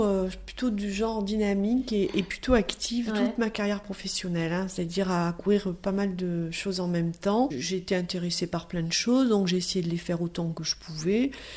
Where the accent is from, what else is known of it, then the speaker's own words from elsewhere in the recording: Nouvelle-Aquitaine, France; also born or lived in Périgord / Bordeaux / Corrèze; now in Toulouse, France; Moi je suis originaire de la Gironde davantage, donc soit le Périgord, soit Bordeaux, en ayant vécu quand même pas mal de temps en Corrèze. Et j'ai atterri à Toulouse